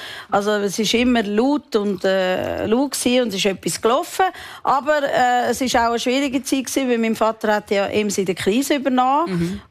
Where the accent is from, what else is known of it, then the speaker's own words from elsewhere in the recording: Meilen, Zurich, Switzerland; Ja, also wir sind nicht direkt am See aufgewachsen.